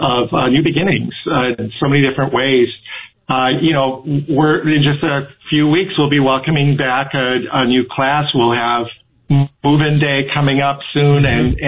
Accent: Wisconsin, United States; I have, but I'm from Wisconsin, and so it's easy for me to fall into it. You know, my vowels are getting bigger.

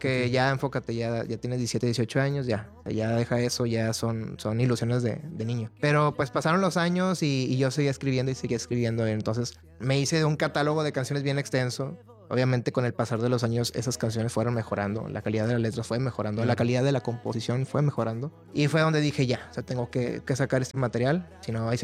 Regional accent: Guadalupe, Nuevo León, Mexico; Del municipio de Guadalupe. Criado, nacido ahí.

